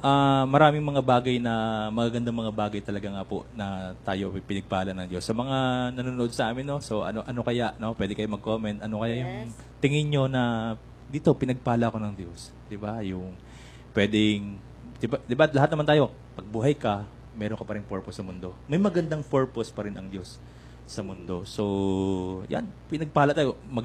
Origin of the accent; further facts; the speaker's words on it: Roxas, Mimaropa, Philippines; Taga-Lagban ako, malapit lang ako sa dagat.